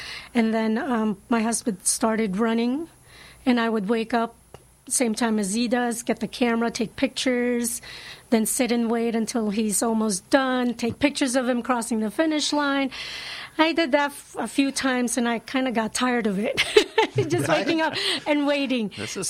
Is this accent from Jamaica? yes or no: no; Chicago, Illinois, United States; moved away as an adult; now in Las Cruces, United States; Well, I'm from Illinois. South suburbs, actually from the south side of Chicago. And my husband and I moved here about 6 years ago.